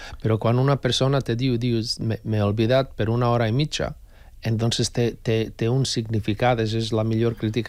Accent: Tuzla, Federation of Bosnia and Herzegovina, Bosnia & Herzegovina; Me recordo d'un comentari d'una persona quan vam tocar en Tuzla, en el meu poble, després de la Guerra Civil.

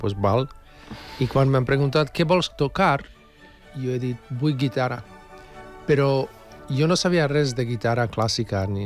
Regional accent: Bosnia & Herzegovina; Catalan is a second language; moved away; De Bòsnia. Ara soc de Bòsnia, sí.

